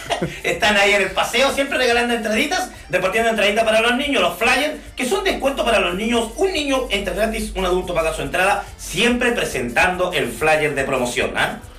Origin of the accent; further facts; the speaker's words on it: Punitaqui, Coquimbo, Chile; Somos del pueblo de Punitaqui